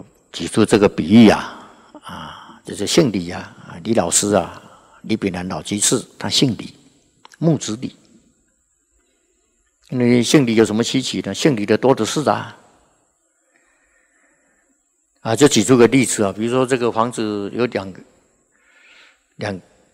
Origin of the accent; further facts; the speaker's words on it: Taiwan; 那个老板呐，那听到我讲话的口音呐，是台湾话啊，那特别亲切，特别亲切啊